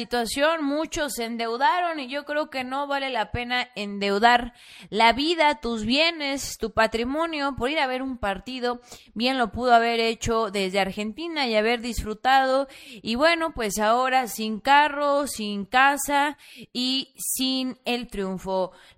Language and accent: Spanish; Mexico; y la mayoría no teníamos esas posibilidades.